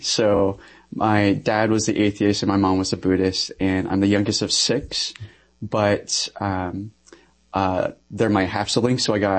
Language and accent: English; Lincoln, Nebraska, United States; born there; I was the only one born in Lincoln.